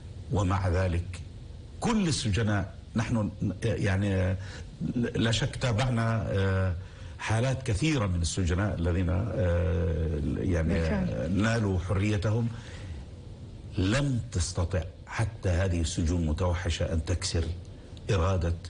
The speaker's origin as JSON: {"language": "Arabic", "country": "Palestine", "said": "فعليا أنا أسير افتراضي، ولذلك علي أن أطل على هذا الأدب لكي أطل على جزء من ذاتي كفلسطيني وكعربي أيضا."}